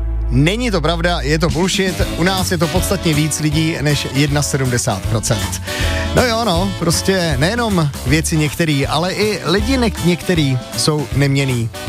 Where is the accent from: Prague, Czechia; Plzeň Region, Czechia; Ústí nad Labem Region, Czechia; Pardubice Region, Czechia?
Plzeň Region, Czechia; Plzeň; to u nás jako na západě Čech vždycky fungovalo. Já jsem z Plzně